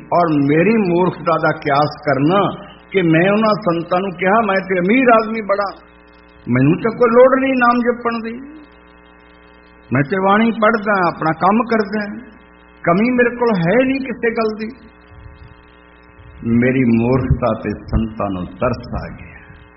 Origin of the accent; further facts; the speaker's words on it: Lahore, Punjab, Pakistan; ਮੇਰਾ ਲਾਹੌਰ ਦਾ ਹੀ ਜੰਮਪਲ ਹੈ, ਉੱਥੋਂ ਦਾ ਹੀ ਮੈਂ ਐਜੂਕੇਟਡ ਹਾਂ, ਵਿੱਦਿਆ ਮੇਰੀ ਸਾਰੀ ਉੱਥੋਂ ਦੀ ਹੀ ਹੈ।